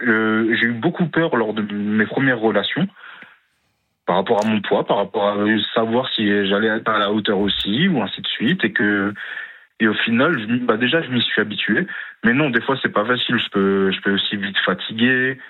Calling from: Grand Est, France; Moi, je suis d'Alsace

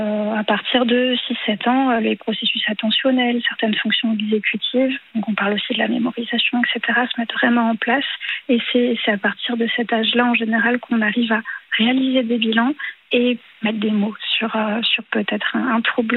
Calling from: Grand Est, France; Alors moi, je suis de Moselle, donc dans le Grand Est.

